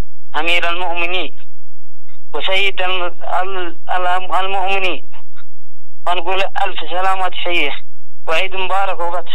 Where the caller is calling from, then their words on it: Amran, Yemen; من محافظة عمران بيت مدرك